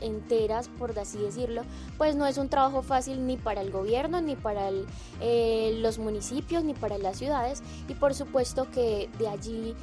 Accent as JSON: {"language": "Spanish", "country": "Colombia"}